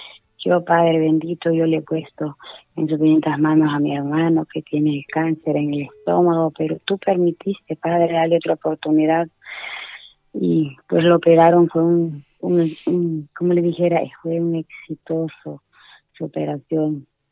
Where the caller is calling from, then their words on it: Honduras; Te pido por mi Honduras